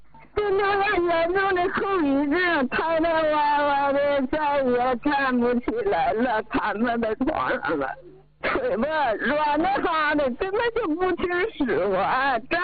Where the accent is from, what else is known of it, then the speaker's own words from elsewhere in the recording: Shenyang, Liaoning, China; 是，我家是沈阳的